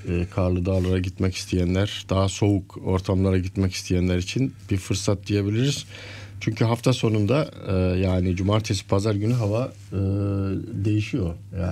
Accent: Feke, Adana, Turkey; born there; moved away; Bizim köyde Toroslar'da, Feke ilçesi, Kayseri'ye çok yakın. Kayseri ikliminden sürekli etkilenir ve zaman zaman iyi kar da yağar.

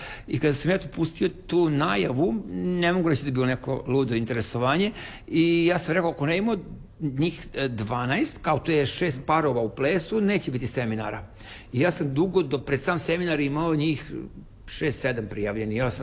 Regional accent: Tavankut, Vojvodina, Serbia; Ja sam iz Vojvodine, selo Tavanko kod Subotice, ona je iz Like, iz tog mjesta i tako dalje.

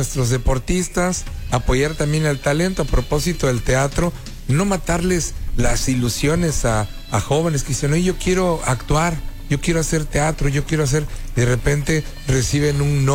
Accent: Mexico; a veces los propios enemigos somos los mismos mexicanos

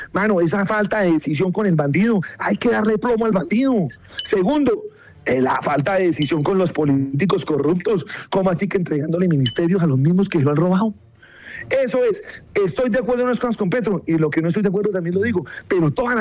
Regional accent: Málaga, Santander, Colombia; moved away; also born or lived in Bogotá; yo me crié en un pueblo que se llama Málaga, Santander. Esa vaina queda entre unas montañas que allá solo llega el sol y Dios.

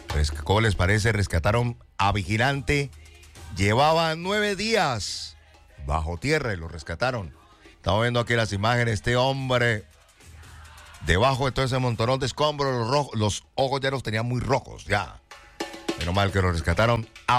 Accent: Colombia; Yo soy colombiano. A mí que me den un aguardiente de caña.

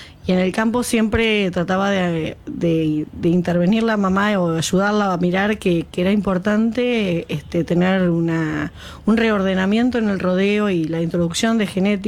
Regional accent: Tapalqué, Buenos Aires Province, Argentina; Y no, acá me doy cuenta que también de mi pueblo, que es Tapalqué, soy la única productora que ha llegado con vacunos, con un animal bovino, digamos, acá a la rural.

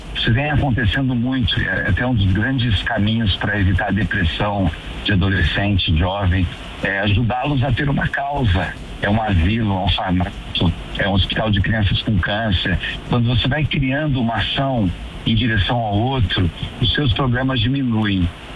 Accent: Caxias da Paulista, Brazil; moved away as an adult; eu lembrei de uma senhora da minha cidade Natal, Caxias da Paulista

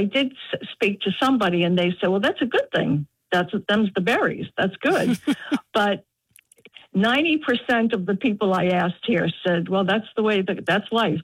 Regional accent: Arlington, Massachusetts, United States; moved away as an adult; also born or lived in New York City; So I grew up in Boston, or a town outside of Boston, Arlington. And in the early 80s, I moved to New York City. And then fast forward, 38 years later, I moved back here because of COVID.

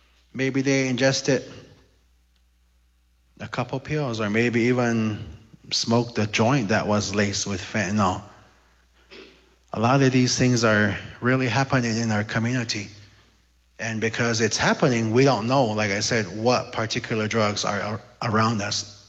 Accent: Zuni, New Mexico, United States; But I'm hoping that since we're all from Zuni, we know exactly where we are, right?

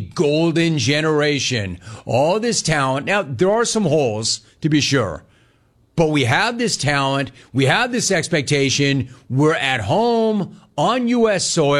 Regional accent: Los Angeles, California, United States; born there; I'm not from Tarzana. I'm not from Chatsworth. I grew up, I was born in Los Angeles.

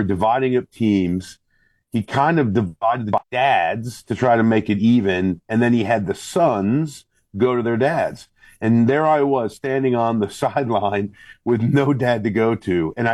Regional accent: Illinois, United States; Grew up, born and raised in Northern Illinois.

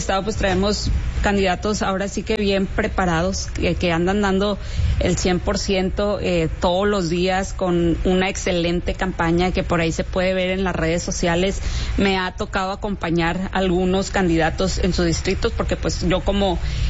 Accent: Ramos Arizpe, Coahuila, Mexico; soy nacida en Ramos Arizpe, sé desde niña, he venido conociendo porque me ha tocado vivir con ciertas carencias que se viven pues en el municipio

